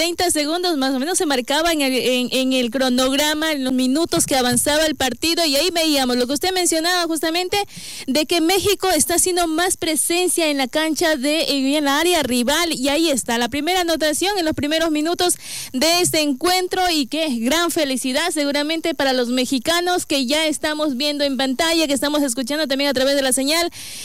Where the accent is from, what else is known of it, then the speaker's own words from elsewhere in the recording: Ecuador; nosotros como ecuatorianos también estaremos pendientes